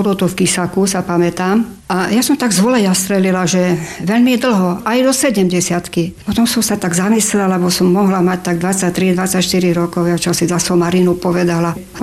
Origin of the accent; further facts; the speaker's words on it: Perín, Košice Region, Slovakia; now in Košice, Slovakia; ja pochádzam z Perína, je to dedinka, ktorá susedí so Seňou.